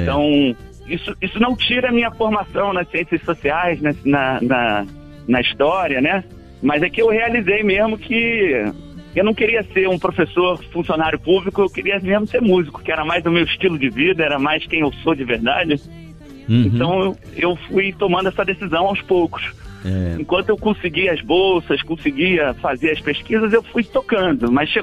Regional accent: Rio de Janeiro, Brazil; moved away as an adult; now in Federal District, Brazil; eu cresci na Tijuca, né? No Rio de Janeiro, hoje sou radicado no Distrito Federal, mas cresci na Tijuca

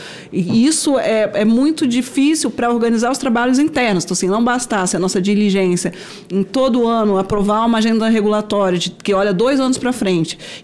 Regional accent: Brazil; enquanto brasileiros, a gente pode se orgulhar do que são hoje esses setores muito mais pujantes do que a gente sequer imaginava

